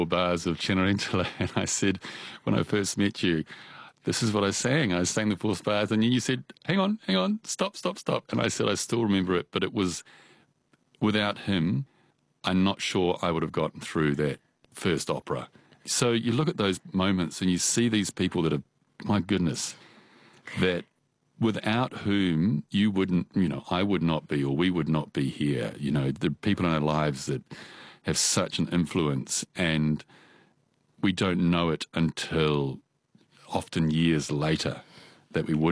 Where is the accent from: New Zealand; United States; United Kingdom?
New Zealand; Christchurch, Canterbury; because I was from Christchurch, and he's very wooden on stage.